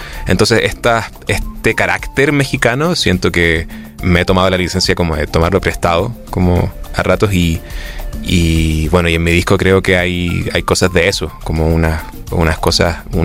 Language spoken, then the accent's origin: Spanish; Santiago, Santiago Metropolitan Region, Chile; moved away; De la comuna de Peñalolén